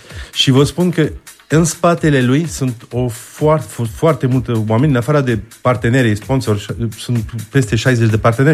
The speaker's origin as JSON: {"language": "Romanian", "country": "France", "moved": "yes", "said": "că eu sunt francez, la bază"}